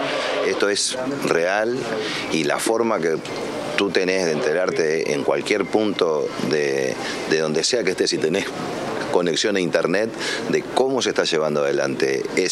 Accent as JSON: {"language": "Spanish", "country": "Uruguay"}